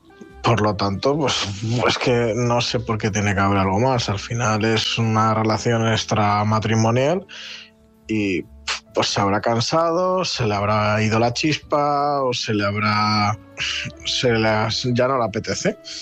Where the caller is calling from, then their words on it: Palencia, Castile and León, Spain; Llamo desde Palencia